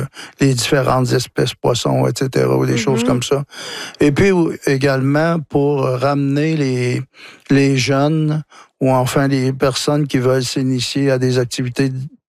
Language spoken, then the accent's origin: French; Wôlinak, Quebec, Canada; Chez nous, à Wallinac, la langue avait été éteinte.